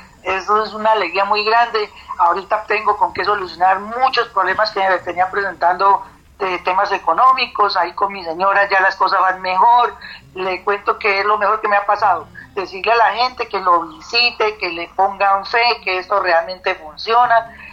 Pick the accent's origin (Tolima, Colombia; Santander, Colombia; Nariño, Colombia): Tolima, Colombia; Ibagué; Yo, la verdad, soy de Ibagué, Tolima, pero estoy trabajando por acá.